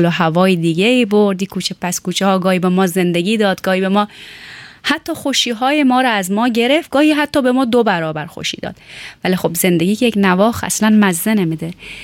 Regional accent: Tehran, Tehran Province, Iran; born or raised there

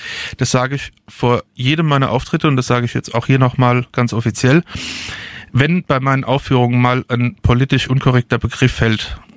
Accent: Darmstadt, Hesse, Germany; ich bin hier in Darmstadt geboren und aufgewachsen

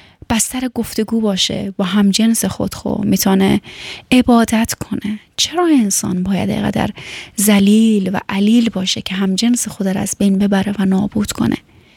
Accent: Afghanistan; چون وقتی که میگی من از افغانستان هستم، هموطنای تو انقدر گل کاشتن که تو دیگه جایی نمیبینی که حرف بزنی

